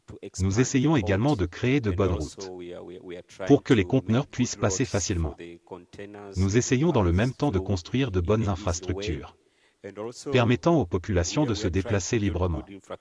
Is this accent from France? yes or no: no; Tanzania; Comme je viens de Tanzanie, la Tanzanie est un beau pays d'Afrique, le pays le plus touristique, le pays du parc national du Serengeti et du mont Kilimanjaro.